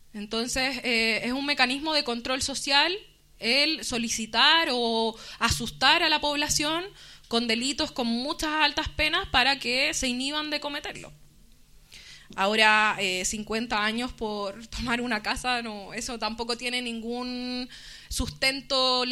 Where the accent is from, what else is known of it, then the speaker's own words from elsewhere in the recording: Chile; nosotros como chilenos populares, chilenos poblacionales